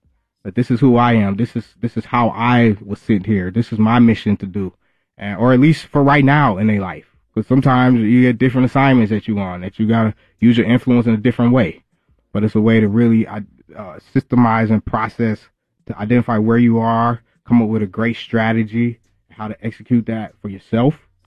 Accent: Minneapolis, Minnesota, United States; now in Atlanta, United States; I grew up in Minneapolis, Southside, Minneapolis.

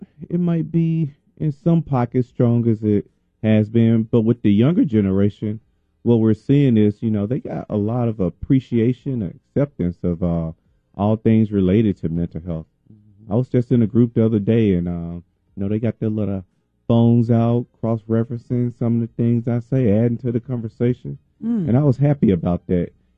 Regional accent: Lambert, Mississippi, United States; I'm a guy from the South. I'm from the Mississippi Delta. Born and raised in Lambert, Mississippi, a little bitty town. And that's where I come from. And I come from humble beginnings

